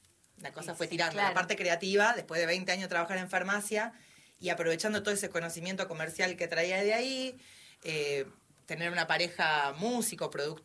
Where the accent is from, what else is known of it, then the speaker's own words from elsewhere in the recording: Monte Grande, Buenos Aires Province, Argentina; born there; moved away as an adult; now in Salta, Argentina; nací en Capital, pero soy re con urbano, segundo cordón del conurbano, de Monte Grande.